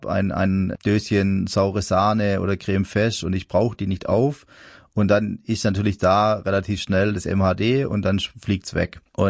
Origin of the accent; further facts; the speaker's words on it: Baden-Württemberg, Germany; also ich als Unternehmer, als Gastronom und natürlich dann auch vor allem noch als Schwabe